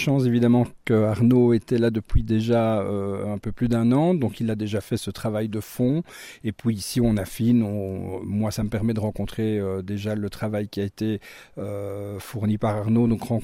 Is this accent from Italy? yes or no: no; Brussels, Brussels-Capital Region, Belgium; moved away as an adult; now in Sancerre, France; nous venons de Belgique, hein, de Bruxelles, donc on est installé ici dans la région depuis début de l'année.